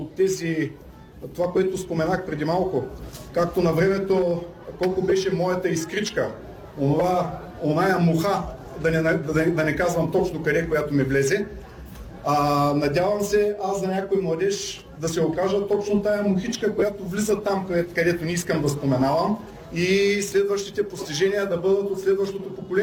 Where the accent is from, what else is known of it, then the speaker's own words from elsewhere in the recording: Razgrad, Razgrad Province, Bulgaria; born there; also born or lived in Russia; now in Varna, Bulgaria; Да, аз съм българин, хора. Нали? Роден съм в Разград, защото в Кубате нямало родилно отделение 67-ма година. След това съм живял в Русия до 86-та.